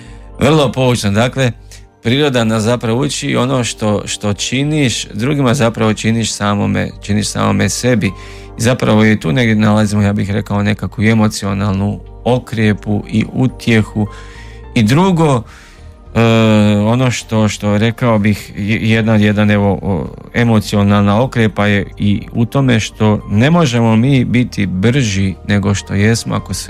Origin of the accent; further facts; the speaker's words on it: Babska, Vukovar-Syrmia County, Croatia; Da, postoji, rodom sam iz mjesta Babska gdje rad odlazi, gdje žive i moji.